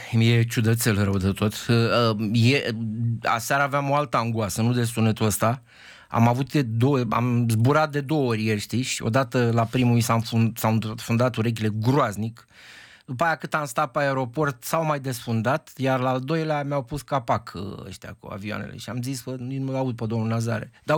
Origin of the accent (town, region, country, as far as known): Romania